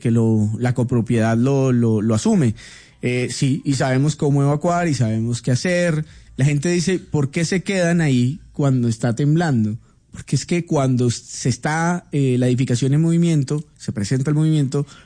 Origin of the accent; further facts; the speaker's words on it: Cali, Valle del Cauca, Colombia; also born or lived in Zarzal; yo nací en Zarzal Valle.